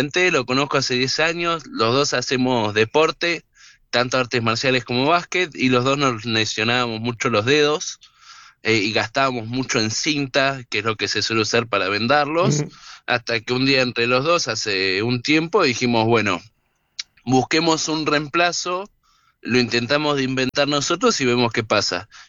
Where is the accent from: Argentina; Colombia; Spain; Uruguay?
Argentina; Mar del Plata, Buenos Aires Province; Sí, exactamente, justo somos de Mar del Plata, así que el Dibu es lo más claro.